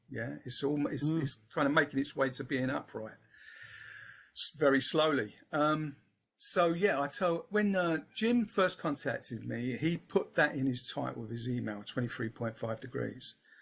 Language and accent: English; Peckham, London, United Kingdom; accent: South East London; I was brought up in Peckham, London, Southeast London. So that's my accent.